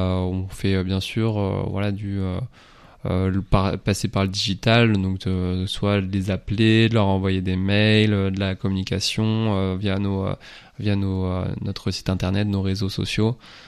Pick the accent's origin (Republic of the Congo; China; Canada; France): France; Lorient, Brittany; parce que je suis de Lorient, je suis revenu sur Lorient, le but c'est de le développer localement en premier temps.